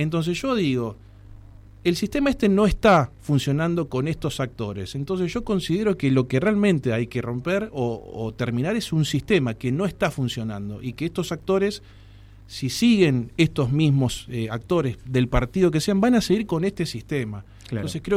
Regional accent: Tierra del Fuego, Argentina; A ver, nosotros realmente somos fueguinos

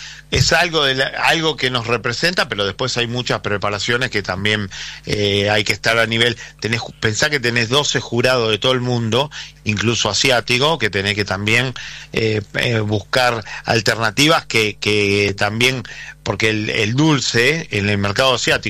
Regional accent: Buenos Aires, Argentina; De Villaluro y Liniers.

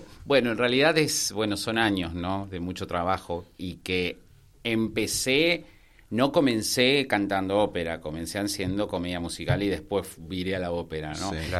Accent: Córdoba, Argentina; Soy cordobés.

